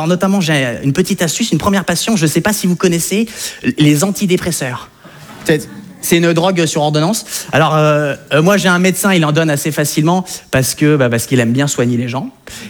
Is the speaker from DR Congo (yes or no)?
no; France; Moi ce qui est un petit peu de rigolo chez moi, c'est qu'en fait je suis français, mais j'ai des origines hollandaises, belges, françaises, mongoles, chinoises, turques et suédoises.